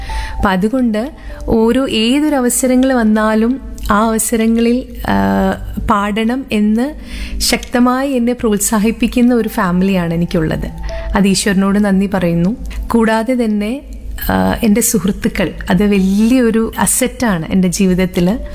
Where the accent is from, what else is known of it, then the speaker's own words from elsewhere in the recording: Mavelikkara, Kerala, India; now in Aluva, India; എൻ്റെ നാട്, ഞാൻ ജനിച്ചു വളർന്ന സ്ഥലം എന്ന് പറയുന്നത് മാവേലിക്കരയാണ്. ആലപ്പുഴ ജില്ലയിലെ മാവേലിക്കര എന്ന് പറയുന്ന സ്ഥലത്താണ് ഞാൻ ജനിച്ചു വളർന്നത്.